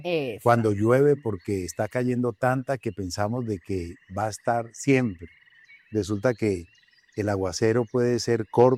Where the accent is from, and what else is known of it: Colombia